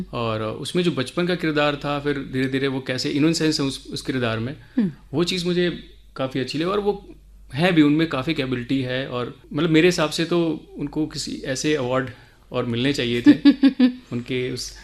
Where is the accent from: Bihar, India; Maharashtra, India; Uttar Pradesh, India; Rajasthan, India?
Uttar Pradesh, India; मैं यूपी से हूँ